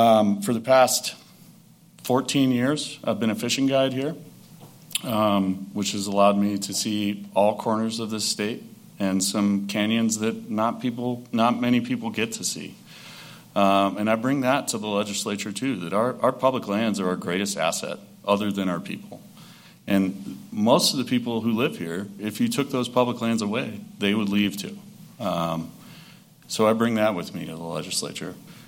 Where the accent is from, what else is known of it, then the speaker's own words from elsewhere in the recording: Wisconsin, United States; moved away as an adult; now in Bozeman, United States; I grew up in Wisconsin. I moved here after college in 2009